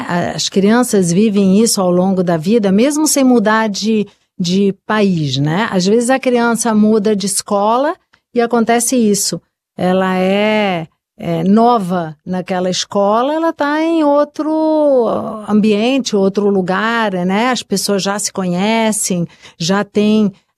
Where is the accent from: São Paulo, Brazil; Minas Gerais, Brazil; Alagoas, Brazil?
Alagoas, Brazil; Maceió; born there; also born or lived in Montevideo, Uruguay